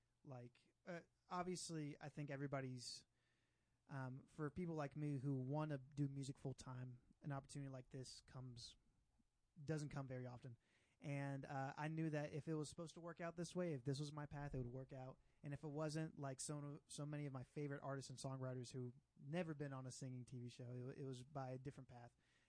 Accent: Tennessee, United States; because I grew up in the Cleveland-Chattanooga area

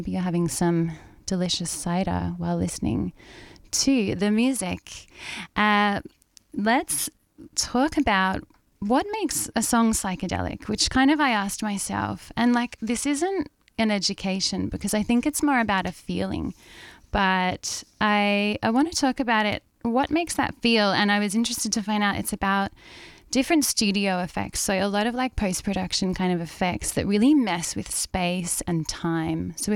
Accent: Melbourne, Victoria, Australia; Melbourne's my hometown.

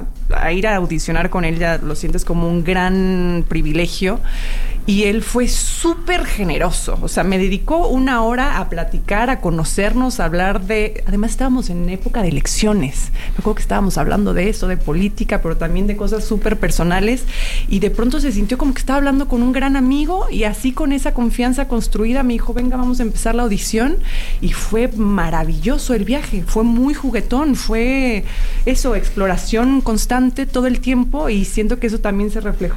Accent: Mexico; creo que nos va a emocionar como mexicanos y nos vamos a sentir muy orgullosos.

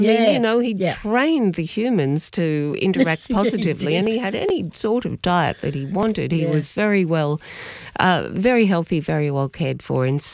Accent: Melbourne, Victoria, Australia; It's not what I was used to back here. When I came back to Melbourne, I carried with me the initial impulse to smile at anyone

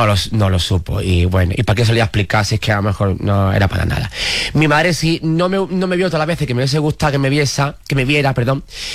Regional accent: Jerez, Andalusia, Spain; En mi tierra, estaba en Jerez, pregón, en Cádiz, en San Fernando.

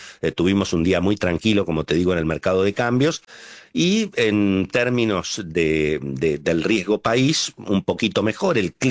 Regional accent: Buenos Aires, Argentina; Cada vez que los porteños salimos de Buenos Aires y vemos cómo viven en las principales ciudades del interior, nos sentimos, Nacho, realmente unos tarados, ¿no?

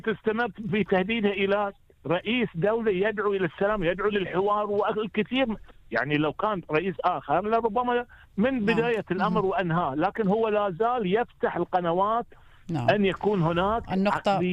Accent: Bahrain

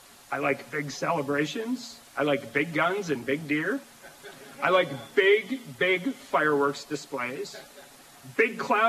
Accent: Dickinson, North Dakota, United States; I'm drawn to that 4th of July speech TR gave in my hometown.

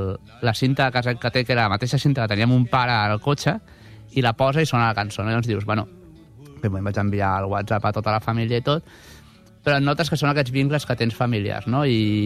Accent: Barcelona, Catalonia, Spain; ara jo faig molta més vida al meu barri de les Corts o baixo cap a Sants, a la meva infantesa no vam baixar mai cap a Sants

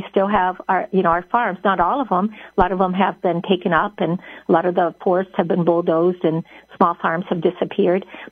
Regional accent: Allegan, Michigan, United States; born or raised there

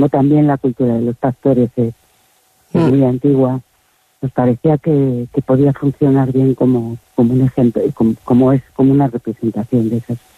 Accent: Salientes, Castile and León, Spain; born there; mi pueblo está muy cerca de Babia

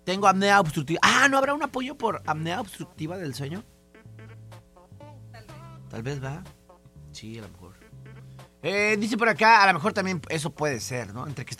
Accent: Mexico; now in United States; O sea, entre semanas soy mexicano, pero para el viernes, U.S. citizen.

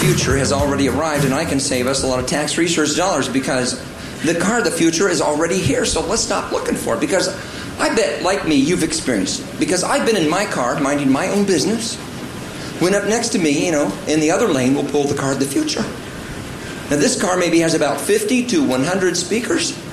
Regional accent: Indiana, United States; Now, of course, I didn't just grow up in any place in Indiana. I grew up in Central Indiana.

